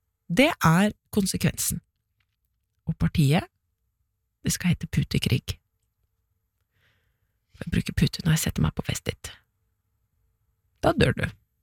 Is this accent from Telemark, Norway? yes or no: yes; Porsgrunn, Telemark, Norway; den låten her vokste jeg opp med i Porsgrunn